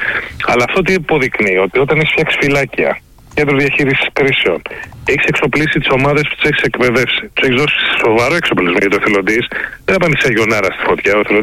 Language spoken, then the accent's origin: Greek; Kefalonia, Ionian Islands, Greece; είναι το νησί μου Κεφαλονιά